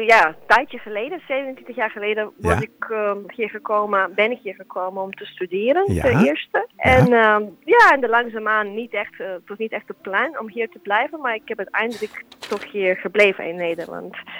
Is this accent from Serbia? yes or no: yes; Serbia; Dutch is a second language; moved away as an adult; now in Netherlands; hij vanuit Kroatië en ik vanuit Servië.